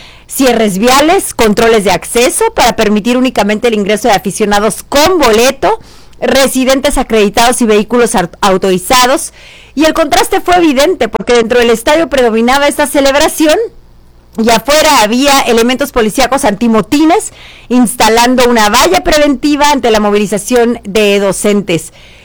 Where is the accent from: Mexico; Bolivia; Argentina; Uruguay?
Mexico; del gusto que como mexicanos nos da que gane nuestra selección.